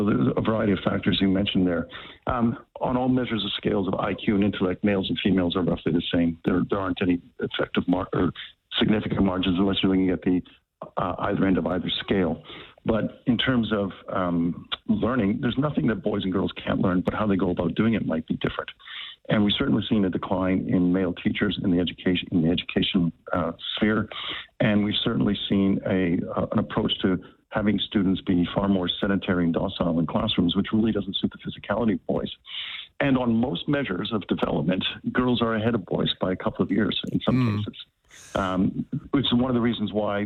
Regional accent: Canada; You're right. I am from Canada and I do remember British Bulldog played it very feverishly as a young lad.

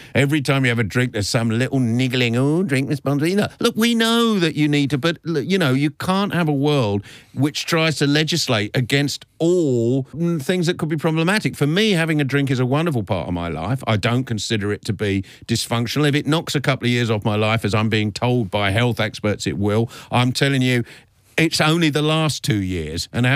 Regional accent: Australia; And I think I'm proud, as an Australian, that our government, uniquely in the world, has had the guts to stand up to the tech bros

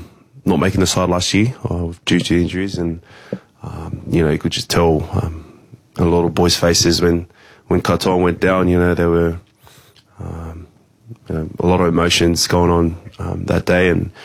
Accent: Tonga; You know, there's a bit of history between us Tongans and Samoans.

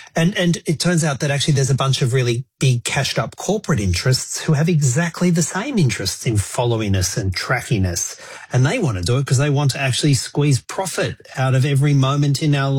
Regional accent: New South Wales, Australia; my home state of New South Wales in Sydney

